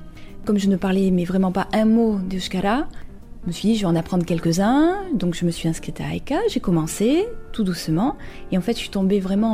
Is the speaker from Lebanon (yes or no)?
no; Bordeaux, Nouvelle-Aquitaine, France; now in Cambo-les-Bains, France; j'ai 34 ans, je suis bordelaise d'origine et je vis à Cambo depuis à peu près 8 ans